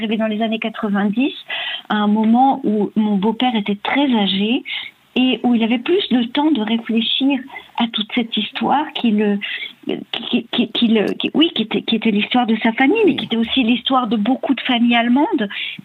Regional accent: Geneva, Switzerland; born there

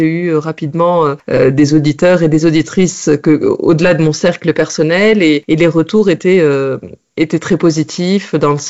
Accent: Tunisia; moi, je suis née en Tunisie et j'ai grandi en Tunisie

